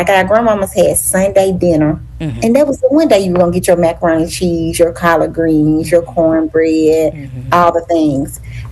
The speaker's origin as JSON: {"language": "English", "region": "Alabama", "country": "United States", "said": "I'm from Alabama, so we are big on tea, okay?"}